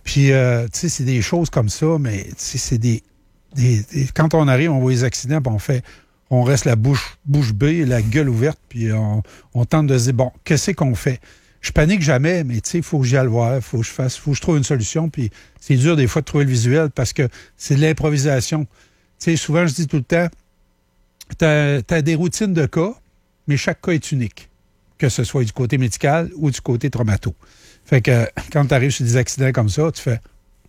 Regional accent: Grondines, Quebec, Canada; c'est pas loin de mon patelin à Grondines.

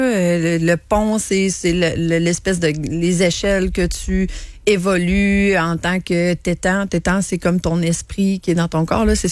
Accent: Quebec City, Quebec, Canada; born or raised there

